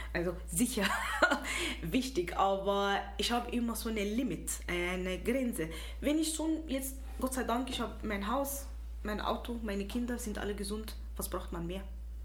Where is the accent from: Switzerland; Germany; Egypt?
Egypt; German is a second language; moved away as an adult; also born or lived in Tripoli, Libya; now in Schardenberg, Austria; in Ägypten also habe ich dann die Schule besucht und mein Papa eigentlich ist Ägypter, meine Mama ist aus Libyen, bis zum theoretisch 21 in Ägypten gelebt und dann habe ich meinen Mann kennengelernt und wegen der Liebe in Österreich gekommen. Mit 23, 2005.